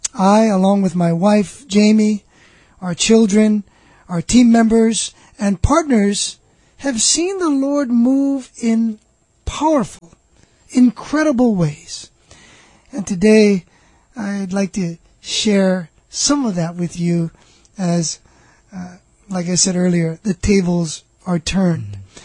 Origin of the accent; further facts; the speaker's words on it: Moanalua, Hawaii, United States; I grew up here in Hawaii, in a nice little area called Moanalua. And, you know, back then in the late 60s, early 70s, while I was growing up, it was, you know, it was a real, really kind of a warm place, simple.